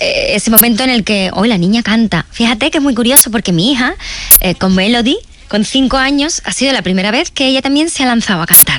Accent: Coria, Extremadura, Spain; en un concierto que yo hice hace como 3 años en mi pueblo, en Coria

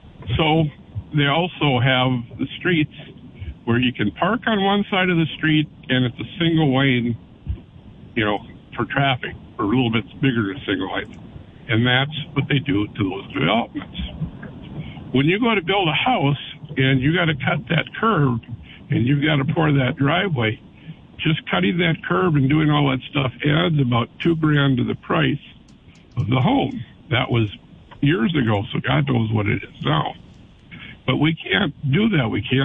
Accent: Grand Forks, North Dakota, United States; I grew up in Riverside Park.

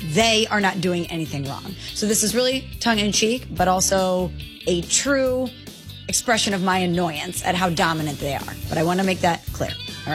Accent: Chicago, Illinois, United States; I'm from the Loop and I'm proud.

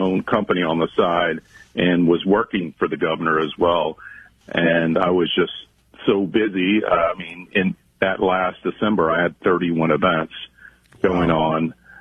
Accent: Danbury, Texas, United States; I'm from a little town called Danbury, Texas, with one blinking light.

